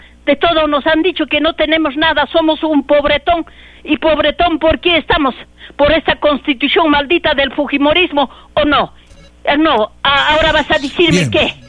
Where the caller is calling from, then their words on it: Peru; nosotros somos peruanos